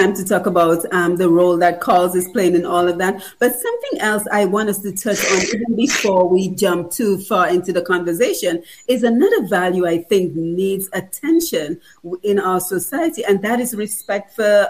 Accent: Dominica; growing up in Dominica

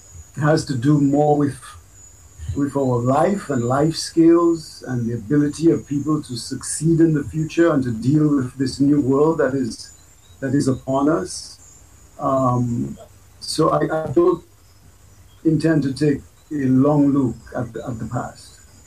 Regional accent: Grand Bay, Dominica; born there; also born or lived in Kalinago Territory; So I'm not from Granby. I'm from the Kalinago territory. But I did grow up in Granby and spent a significant part of my teenage years in the Granby community.

